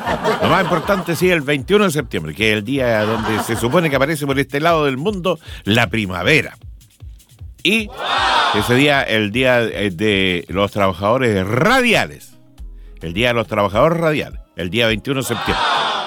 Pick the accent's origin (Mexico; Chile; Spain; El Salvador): Chile; ¿Somos o no somos solidarios los chilenos?